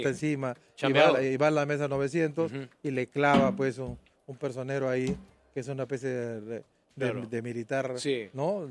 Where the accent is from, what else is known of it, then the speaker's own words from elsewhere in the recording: Chiclayo, Lambayeque, Peru; now in Lima, Peru; Mi primer trabajo cuando vine de Chiclayo a Lima fue base de datos.